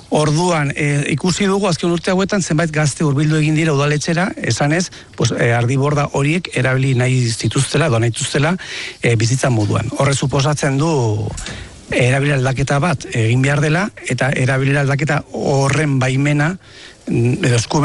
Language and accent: Basque; Zubieta, Navarre, Spain; despopulazioen arazo larri bada gure herrian